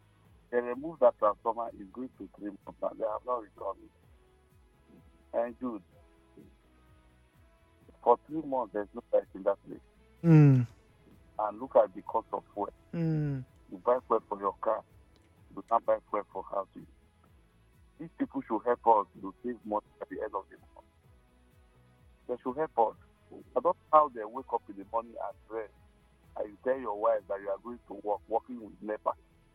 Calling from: Port Harcourt, Rivers, Nigeria; I'm calling from Market Street.

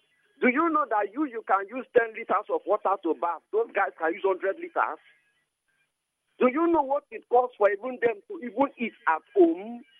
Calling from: Port Harcourt, Rivers, Nigeria; I'm calling you from Port Harcourt.

